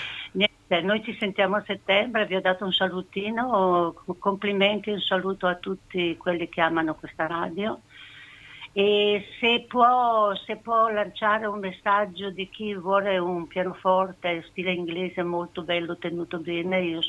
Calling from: Lombardy, Italy; Dalla provincia di Brescia.

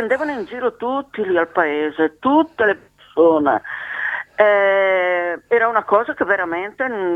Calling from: Lombardy, Italy; sono nati qua a San Polo, ero qua con mamma e papà

